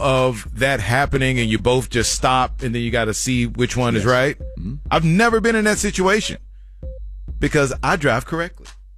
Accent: Louisiana, United States; I'm from Louisiana, and I challenge anyone to a boat launching contest

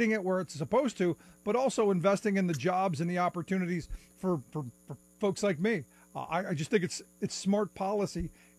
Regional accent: Cleveland, Ohio, United States; No, look, I grew up in Cleveland

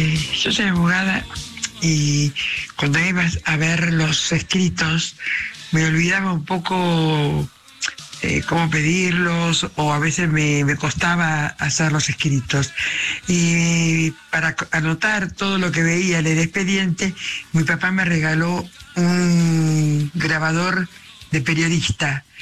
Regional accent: Buenos Aires, Argentina; soy del barrio de Belgrano.

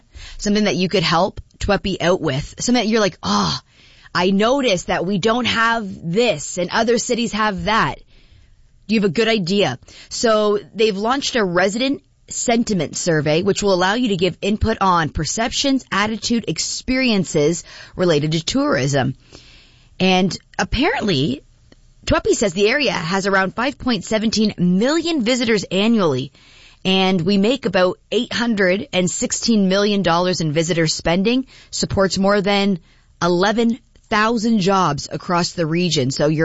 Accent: Canada; We're Canadian. We love anything hockey.

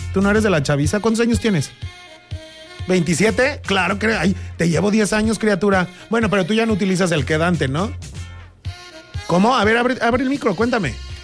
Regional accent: Mexico City, Mexico; Yo soy de allá, de la Ciudad de México, pero cada fin de semana me regreso para la ciudad.

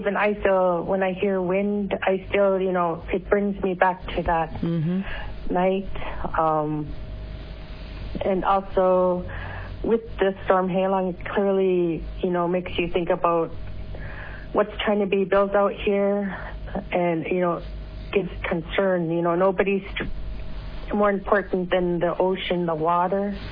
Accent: Toksook Bay, Alaska, United States

